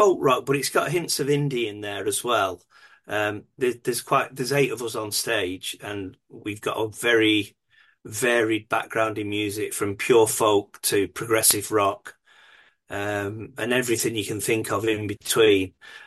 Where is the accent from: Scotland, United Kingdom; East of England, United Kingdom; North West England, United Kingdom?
North West England, United Kingdom; Swinton; I grew up in Swinton, which is t'other side of Manchester to where we are